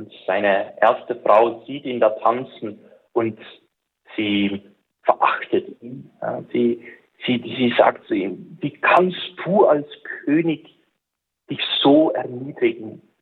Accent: Belgium; German is a second language; Das Land, wo ich herkomme, Belgien, wurde 1990 als eines der ersten der europäischen Länder die Abtreibung legalisiert.

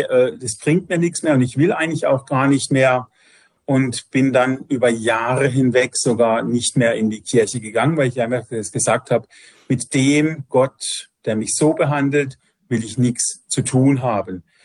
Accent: Freiburg, Baden-Württemberg, Germany; Also, ich kannte einen Herz-Jesu-Priester in meiner Heimatstadt in Freiburg.

